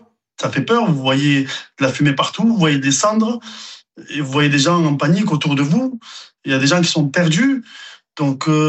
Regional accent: Ille-sur-Têt, Occitanie, France; ça fait 41 ans que je suis à Isle, donc parce que je suis né là et j'ai grandi là

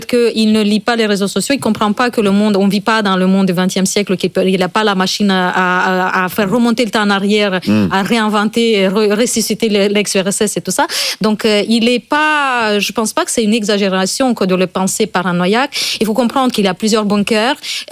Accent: France; comme chez nous en France

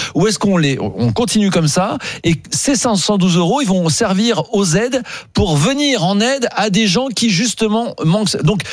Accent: Grand Est, France

